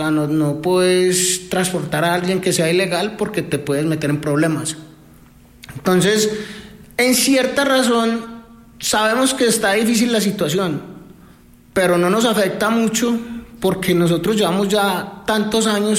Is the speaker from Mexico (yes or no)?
no; Colombia; Somos colombianos, pero también somos banda americana, porque la banda nació en Estados Unidos.